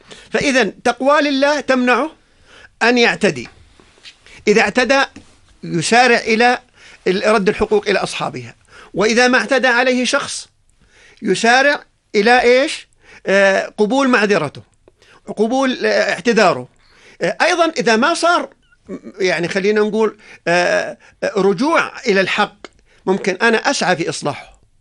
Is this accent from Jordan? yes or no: yes; Jordan; إحنا في بلدنا الطيب بلدنا الأردن